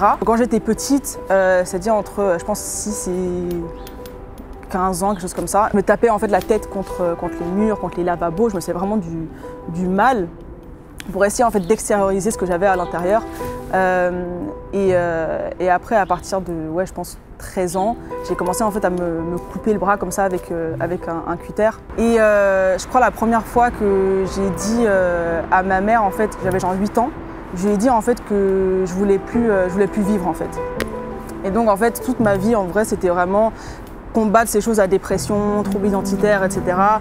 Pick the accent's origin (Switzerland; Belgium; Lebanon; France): Switzerland; also born or lived in England; Je suis née en Suisse, d'une mère qui est moitié allemande, moitié anglaise, et d'un père qui est suisse. J'ai grandi un peu en Angleterre, un peu en Suisse.